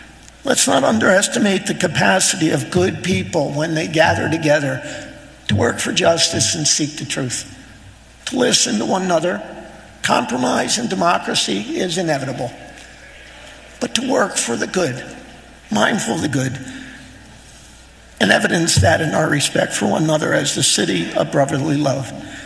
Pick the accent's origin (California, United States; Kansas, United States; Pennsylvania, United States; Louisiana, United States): Pennsylvania, United States; Philadelphia; Born and raised in Kensington, of parents who worked in the mills.